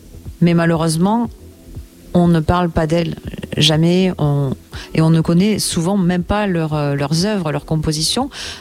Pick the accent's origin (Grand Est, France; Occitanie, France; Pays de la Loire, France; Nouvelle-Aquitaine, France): Occitanie, France; Toulouse; moi j'ai un papa qui est pianiste de jazz, je suis toulousaine